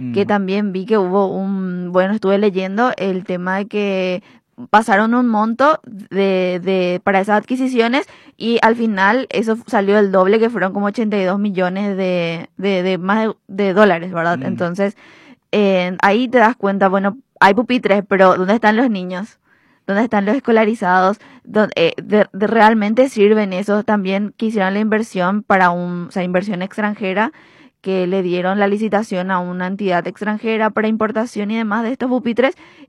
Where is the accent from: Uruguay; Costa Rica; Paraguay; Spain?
Paraguay; luego ya somos los paraguayos, más o menos